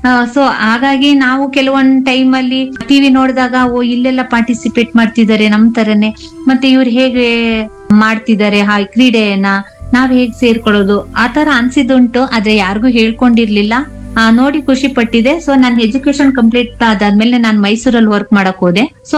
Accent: Karnataka, India; 1-7 ನಾನು ಕಂಚುಗಾರ ಕಪ್ಪಲಲ್ಲಿ ಓದಿದ್ದು, 7th PU ನಮ್ಮ ಊರಿನ ಪಕ್ಕ 4 kilometre Kesthur ಕಪ್ಪಲು. Next 2 degree ಇನ್ನಾಗ KR ನಗರದಲ್ಲೇ ಮಾಡಿದ್ದು.

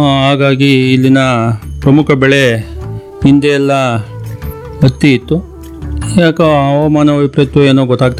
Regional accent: Anchipura, Karnataka, India; ಇವನ್ನೆಲ್ಲ ನೋಡ್ತಾ ಹೋದರೆ ಒಂದು 150-200 ವರ್ಷದ ಇತಿಹಾಸ ನಮ್ಮ ಅಂಚಿಪುರ ಗ್ರಾಮಕ್ಕೆ ಇರ್ಬೋದು

